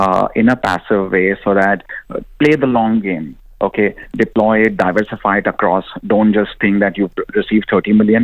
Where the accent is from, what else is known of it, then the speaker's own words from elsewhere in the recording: Mumbai, Maharashtra, India; now in United Arab Emirates; I come from Mumbai